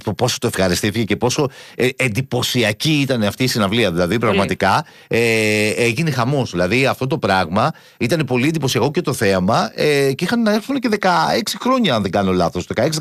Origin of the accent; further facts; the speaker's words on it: Greece; δεν είναι μόνο ότι εμείς ως Έλληνες βλέπουμε και τα μεγάλα συγκροτήματα.